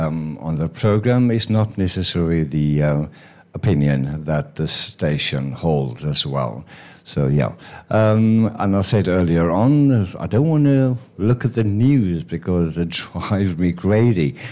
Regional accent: South Africa; What do they really do for me as a South African, as a citizen?

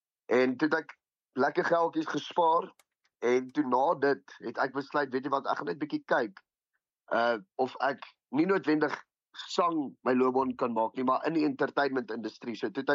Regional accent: Pretoria, Gauteng, South Africa; So ek was gebore in Pretoria, ek het daar groot geword, ek het vir 21 jaar in precies dieselfde huis gebly daar in die ooste van Pretoria. Ek was vir 2 jaar in Hoërskool Menlo Park gewees, toe het ek geskuif Garsfontein toe

